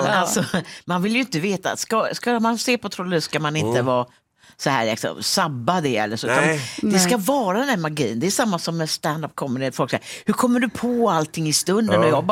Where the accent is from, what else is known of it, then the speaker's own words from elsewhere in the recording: Gothenburg, Västra Götaland County, Sweden; men jag är ju sen uppväxt i Biskopsgården uppe vid Svarte Mossen där.